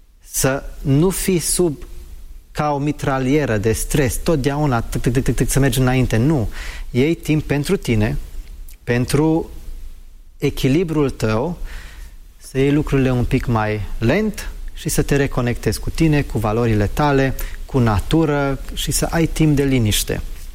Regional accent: United Kingdom; first language en; Romanian is a second language; Eu am crescut în Marea Britanie și fiind crescut acolo, vorbitor nativ, asta e și prima limbă, poate se simte de ce nu vorbesc corect, total corect română.

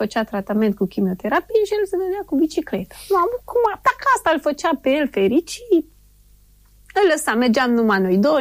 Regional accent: Cluj-Napoca, Cluj County, Romania; binecuvântarea a fost faptul că noi suntem din Cluj.

